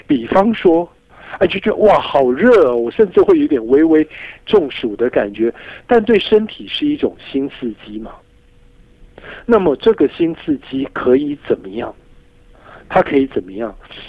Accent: Taiwan; 像我们这种在亚热带长大的孩子，我30多岁第一次我到大陆去

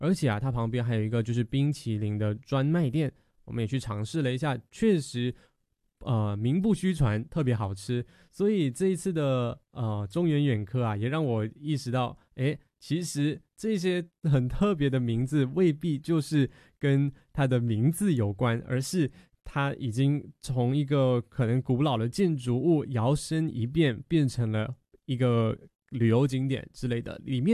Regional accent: Malaysia; 对于我们马来西亚人来说。新村是我们华人居住的一个地方

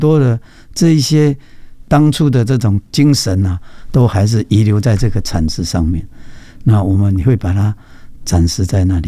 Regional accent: Taiwan; 也希望能够学习台湾人这样的无私互助的这样的一个概念。

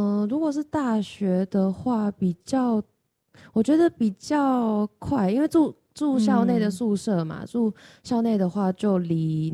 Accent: Kaohsiung, Taiwan; moved away as an adult; now in Taipei, Taiwan; 我不是台北人，我是高雄人

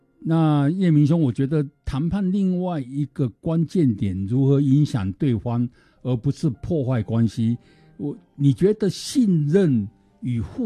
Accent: China; 我们中国人常讲，有关系就没有关系，没关系就有关系嘛。

